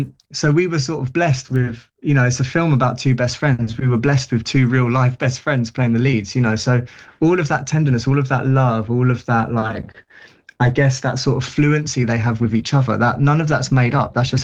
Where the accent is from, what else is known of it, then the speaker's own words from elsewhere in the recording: London, United Kingdom; So it was a similar deal in where I grew up in South London.